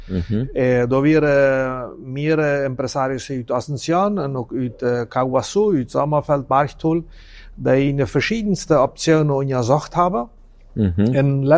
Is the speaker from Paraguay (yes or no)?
yes; Friesland, San Pedro, Paraguay; also born or lived in Chaco; Also, ich komme ursprünglich aus Friesland.